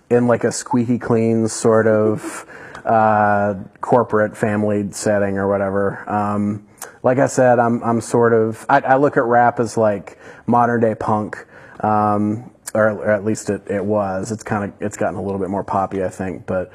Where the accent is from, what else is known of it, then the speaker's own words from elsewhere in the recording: Canova, United States; I'm from Canova, so I wanted to be